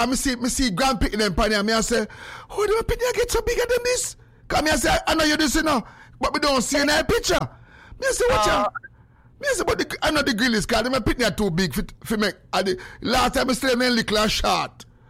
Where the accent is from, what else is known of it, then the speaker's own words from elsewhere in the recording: Spanish Town, Saint Catherine, Jamaica; Me apologize. I am from Spanish Town.